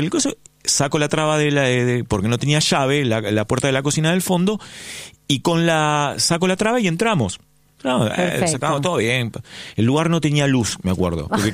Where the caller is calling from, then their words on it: Buenos Aires, Argentina; de San Telmo.